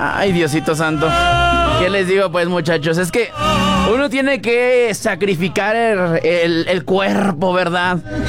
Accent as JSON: {"language": "Spanish", "country": "Mexico", "said": "Eso también creo que nos representa a todos como buenos mexicanos."}